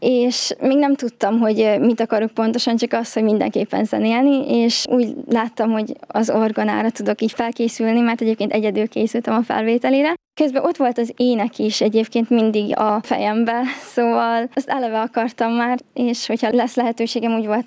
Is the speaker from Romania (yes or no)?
no; Berehove, Zakarpattia Oblast, Ukraine; moved away; Kárpátaljáról, Beregszászból jöttem.